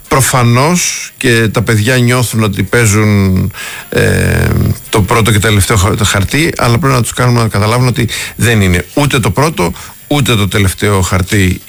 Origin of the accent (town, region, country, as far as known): Greece